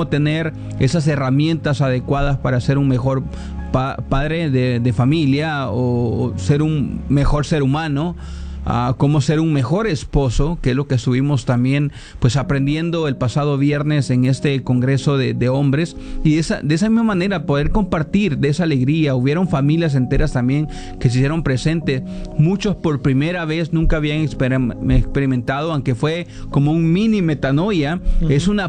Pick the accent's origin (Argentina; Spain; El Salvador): El Salvador; yo de El Salvador